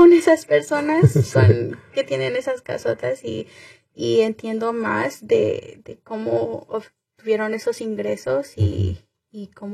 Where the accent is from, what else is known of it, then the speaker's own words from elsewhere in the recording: Waukegan, Illinois, United States; Incluso aquí, empezando en Waukegan.